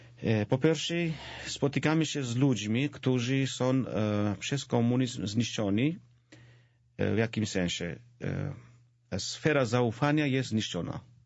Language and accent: Polish; Georgia; Polish is a second language; Mieszkamy w mojej wiosce rodzinnej. Jestem proboszczem swojej wiosce rodzinnej.